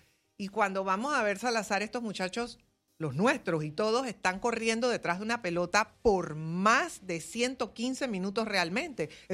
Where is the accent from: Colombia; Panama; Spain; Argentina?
Panama; solamente soy panameña.